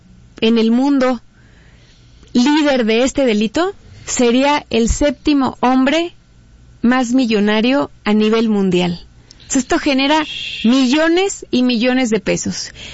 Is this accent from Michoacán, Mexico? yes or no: yes; Puruándiro, Michoacán, Mexico; now in Morelia, Mexico; Pero soy moreliana y viví en Puruándiro hasta la secundaria, en la prepa me regresé a vivir aquí y no me he ido.